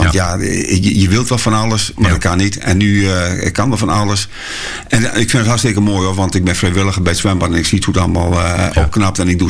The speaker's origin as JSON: {"language": "Dutch", "town": "Hardenberg", "region": "Overijssel", "country": "Netherlands", "said": "Ik kom uit Hardenberg en wij zwommen vaak in de Vecht en in de Raderwijkerbeek."}